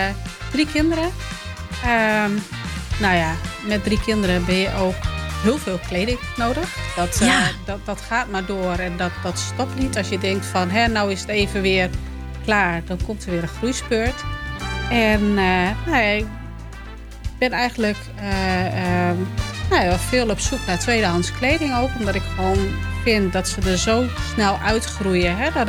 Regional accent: Musselkanaal, Groningen, Netherlands; also born or lived in Stadskanaal; Ik kom uit Musselkanaal in plaats van Stadskanaal.

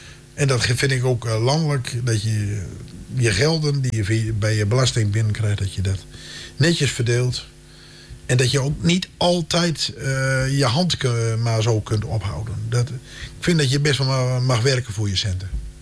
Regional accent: Westerwolde, Groningen, Netherlands; ik kwam natuurlijk uit Vesterwolde.

